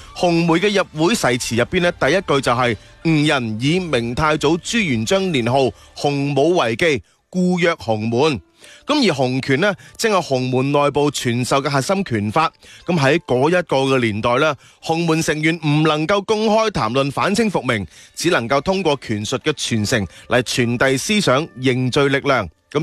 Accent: Lingnan, China; 融入咗我哋岭南人血脉深处嘅精神 DNA。

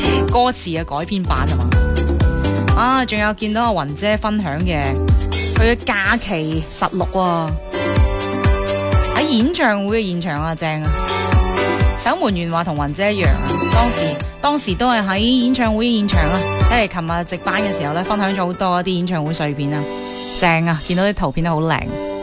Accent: Guangdong, China; 我哋广东人

